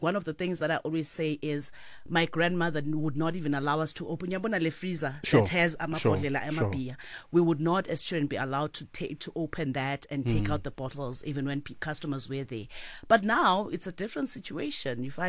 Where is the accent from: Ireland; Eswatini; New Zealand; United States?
Eswatini; born there; I was born in Eswatini, Swaziland then. My parents were originally from here.